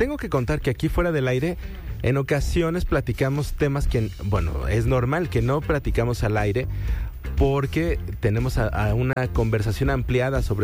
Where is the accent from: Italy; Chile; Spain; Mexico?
Mexico